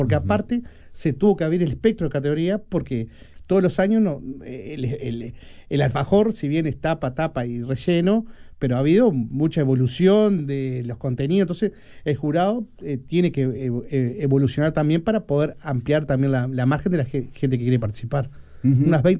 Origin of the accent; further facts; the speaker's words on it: Mercedes, Soriano, Uruguay; yo soy de Mercedes, que a veces venía a Montevideo